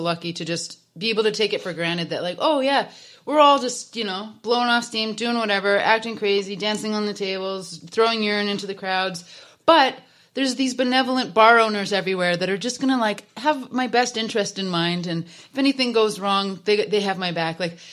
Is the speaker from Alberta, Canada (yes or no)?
yes; Alberta, Canada; now in Penticton, Canada; I grew up in Alberta